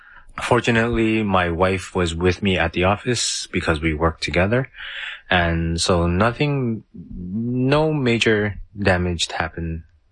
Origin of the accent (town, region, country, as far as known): Canada; now in Fukuoka, Japan